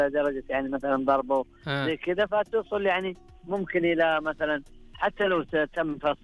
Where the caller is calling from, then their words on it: Badr, Medina Province, Saudi Arabia; أكلمكم من محافظة بدر، تبعد عن المدينة 140 باتجاه الغرب.